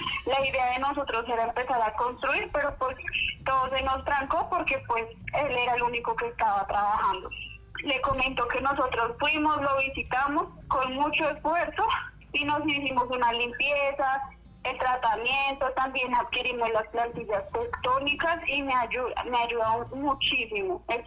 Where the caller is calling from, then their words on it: Maceo, Antioquia, Colombia; Yo llamo desde Maceo, Antioquia.